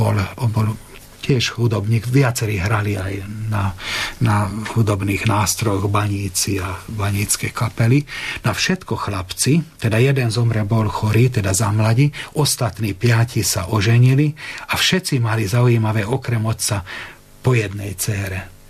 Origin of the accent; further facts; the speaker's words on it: Kesztölc, Komárom-Esztergom, Hungary; Pravda, ešte vtedy boli latinské bohoslužby v katolíckych kostoloch, teda ako aj u nás v Kestúci, však Pilíž je katolícky.